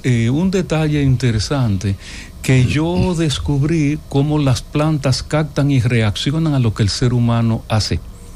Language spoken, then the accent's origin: Spanish; Nagua, María Trinidad Sánchez, Dominican Republic; born or raised there; also born or lived in San Francisco de Macorís